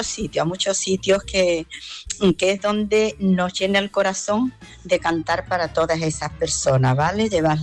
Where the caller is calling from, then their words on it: Algeciras, Andalusia, Spain; de Algeciras, que quería comentarte una cosita. Yo pertenezco a un grupo flamenco que se llama … de aquí de Algeciras